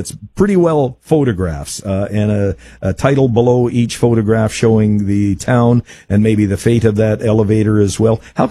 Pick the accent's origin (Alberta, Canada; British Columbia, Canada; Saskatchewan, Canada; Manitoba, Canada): Manitoba, Canada; I know I can relate myself to a town near my hometown in southwest Manitoba. They recently took down the one remaining elevator there.